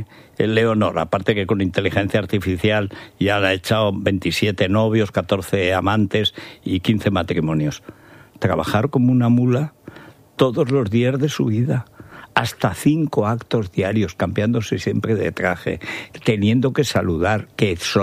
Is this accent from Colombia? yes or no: no; Teruel, Aragon, Spain; pero a mí me da frío y soy de Teruel y me daba frío.